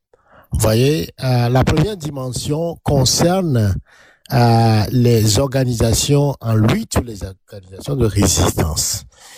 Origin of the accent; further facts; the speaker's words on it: Togo; comment, en tant que Togolais, on va réfléchir sur nous-mêmes